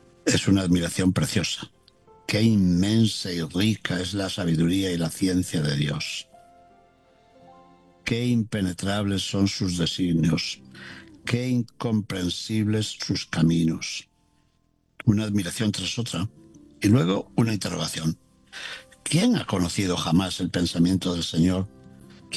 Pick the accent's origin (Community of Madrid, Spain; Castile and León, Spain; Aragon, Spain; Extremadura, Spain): Castile and León, Spain; moved away; mi tierra de León